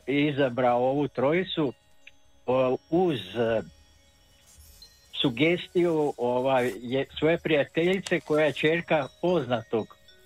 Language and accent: Croatian; Osijek, Osijek-Baranja County, Croatia; Da je Slavonac, on je imao sentimente, a ja dolazim iz Osijeka.